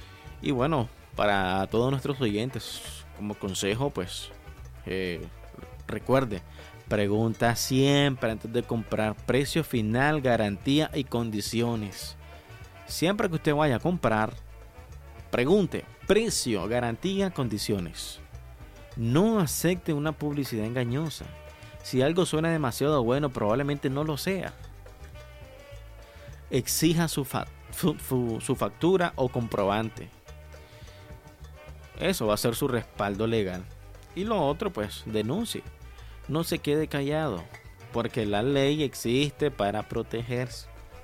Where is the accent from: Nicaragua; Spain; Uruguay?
Nicaragua; como los nicaragüenses, somos orgullosos